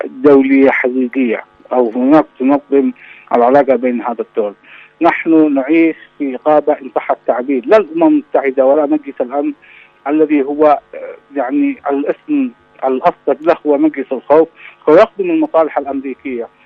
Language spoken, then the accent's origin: Arabic; Yemen; ومن الإساءة لنا كيمنيين ولملايين اليمنيين